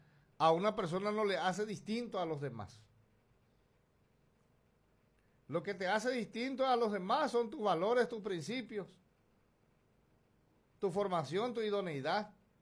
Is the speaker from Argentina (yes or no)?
no; Paraguay